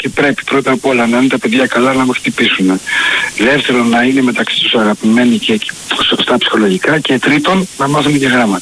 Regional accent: Piraeus, Attica, Greece; Ο οποίος μου λέει, από πού είσαι, μου λέει, λέω από την Πειραιά.

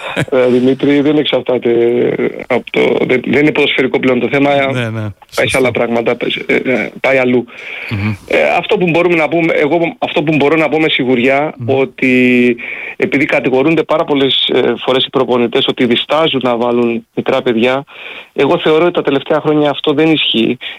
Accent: Apollona, South Aegean, Greece; now in Embona, Greece; Όταν ήμουν εγώ στην 6η Δημοτικού, στο χωριό μου, στα Απόλλωνα, ήμασταν 94 παιδιά.

